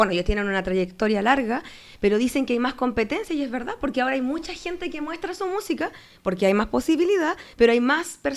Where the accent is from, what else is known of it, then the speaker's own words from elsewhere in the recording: Angol, Araucanía, Chile; also born or lived in Temuco; cantante y cantautora de aquí la región de la Araucanía, de Angol. Nací en Temuco, pero soy angolina porque a los 5 años empecé a vivir en esta bonita ciudad y hice todos mis estudios acá. De básica y de media.